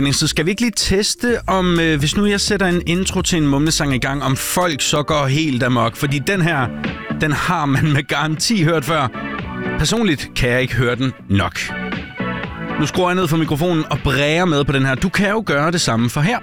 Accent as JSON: {"language": "Danish", "region": "Jutland", "country": "Denmark", "said": "jeg er jyde."}